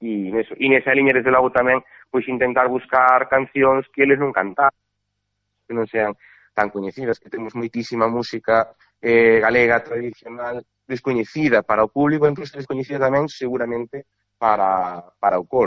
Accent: Carballo, Galicia, Spain; además eu son daqui, pues son de Carballo

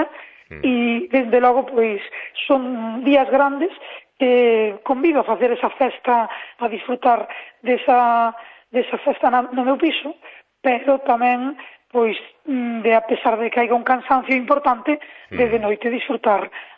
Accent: Calo, Galicia, Spain; now in Vimianzo, Spain; son de Calo, nací en Calo, criei-me en Calo, pero levo moitos anos xa dormindo e vivindo en Vimianzo

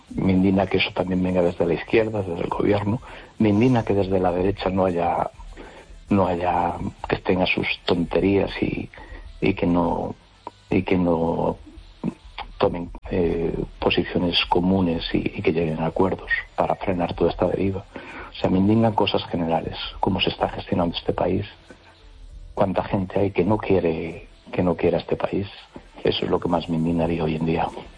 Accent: A Coruña, Galicia, Spain; Hola, buenas noches. … de Coruña.

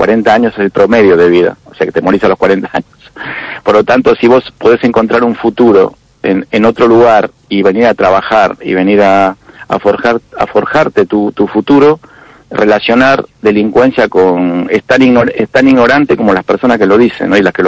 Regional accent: Argentina; now in Spain; Eso está pasando ahora mismo acá en España, y yo sé cómo termina porque vengo de Argentina

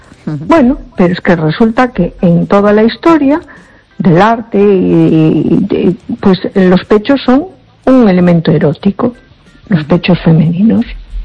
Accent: A Coruña, Galicia, Spain

